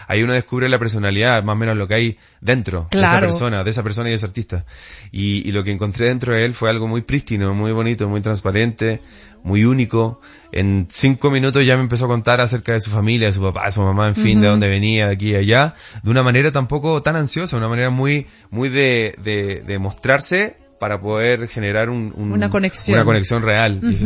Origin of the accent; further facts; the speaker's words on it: Santiago, Santiago Metropolitan Region, Chile; o lo más probable es que diga vengo de Santiago de Chile. No sé si has estado en Chile.